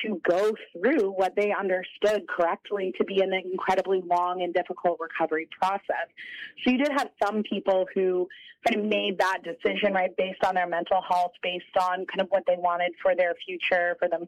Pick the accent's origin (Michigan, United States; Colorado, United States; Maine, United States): Maine, United States; Yeah, so I grew up in Maine, very far removed from Katrina and the levee failure down in New Orleans.